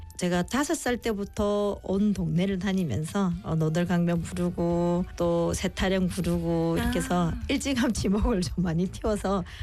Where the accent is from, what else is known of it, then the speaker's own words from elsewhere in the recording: South Gyeongsang, South Korea; 제가 고향이 경남 사람인데 왜 경기민요를 하느냐